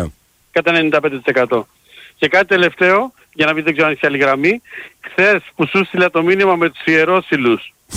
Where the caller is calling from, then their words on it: Ymittos, Attica, Greece; από τον Ημιτό.